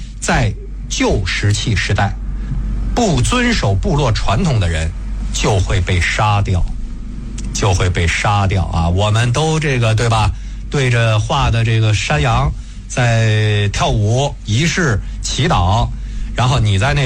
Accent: China; 所以我们中国人的祖训为什么不要涸泽而渔啊？

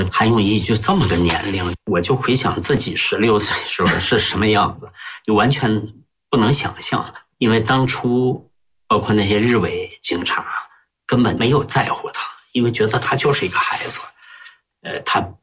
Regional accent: Heilongjiang, China; 因为我本身是黑龙江人嘛，小说文目睹，我对那块土地特别熟悉嘛。

